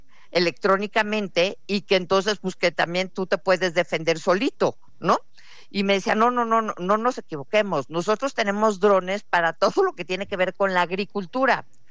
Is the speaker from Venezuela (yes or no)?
no; Mexico; Hemos los mexicanos normalizado esta brutalidad de violencia en la que estamos viviendo.